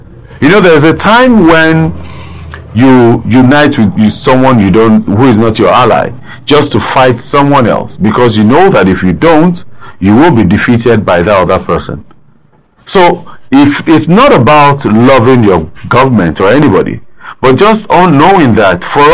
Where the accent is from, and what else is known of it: Nigeria